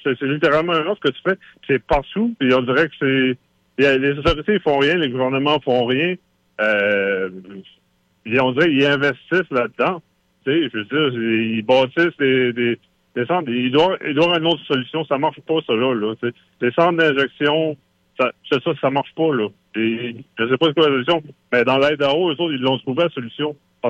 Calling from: Red Deer, Alberta, Canada; je m'en vais chez nous à Red Deer

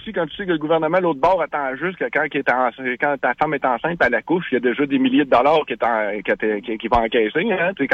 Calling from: Quebec, Canada; Je suis au Québec ici

